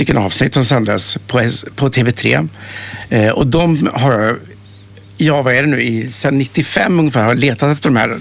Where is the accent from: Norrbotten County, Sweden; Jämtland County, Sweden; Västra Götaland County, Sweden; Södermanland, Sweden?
Västra Götaland County, Sweden; Sjuntorp; also born or lived in Norrköping; now in Trollhättan, Sweden; Jag är från Sjuntorp från början, kan man säga. Jag har vuxit upp där och vid flera tillfällen i vuxen ålder hittat tillbaka till Sjuntorp. Men för tillfället så bor jag i Trollhättan sedan 6 år tillbaka.